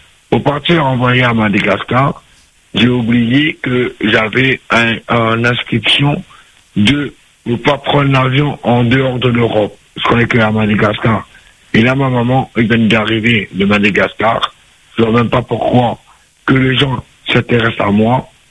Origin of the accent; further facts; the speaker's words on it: Paris, Île-de-France, France; Je suis de Paris.